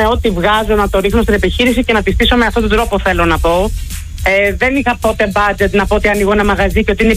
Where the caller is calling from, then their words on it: Egaleo, Attica, Greece; από Εγάλεο.